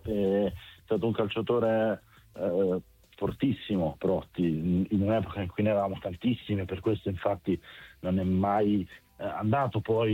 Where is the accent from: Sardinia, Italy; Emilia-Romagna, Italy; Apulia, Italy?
Apulia, Italy; Bari; Per chi è all'ascolto e non lo sa, io sono di Bari